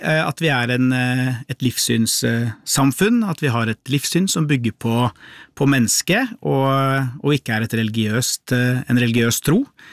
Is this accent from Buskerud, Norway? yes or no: yes; Lier, Buskerud, Norway; i hvert fall der jeg vokste opp i Lier.